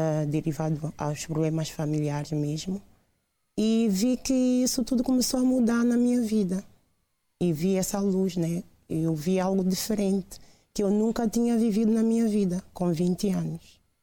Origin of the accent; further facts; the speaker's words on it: São Tomé & Príncipe; now in Portugal; Estava cá há meses, né? Uhum. Vim de São Tomé.